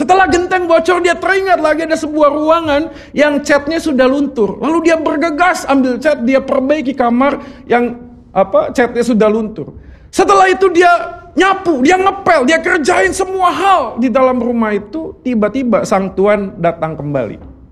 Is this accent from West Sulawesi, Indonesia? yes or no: no; Bandung, West Java, Indonesia; now in Surabaya, Indonesia; Orang bilang muka saya ini cetakannya orang Batak, betul ya. Papa mama saya dari Sumatera, tapi saya lahir dan besar di Bandung. Jadi saya gak bisa bahasa Batak, saya lebih fasih bahasa Sunda.